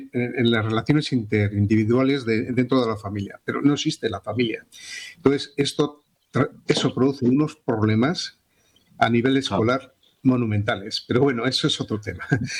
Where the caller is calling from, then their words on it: Vitoria-Gasteiz, Basque Country, Spain; En Vitoria, donde yo vivo, bueno, ahora no estoy allí, pero Vitoria, donde yo vivo, tiene muchísimo musulmán donde se forman guetos